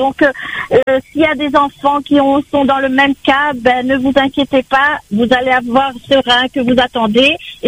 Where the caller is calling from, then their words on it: France; on est français ou quoi, nous?